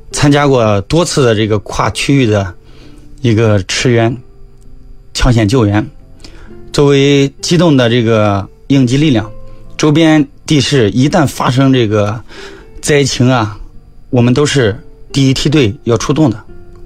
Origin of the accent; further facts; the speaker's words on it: Henan, China; moved away as an adult; now in Xinjiang, China; 我这个老家是河南的